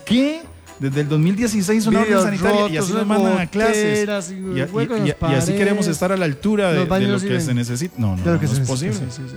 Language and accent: Spanish; Costa Rica; todos nosotros como costarricenses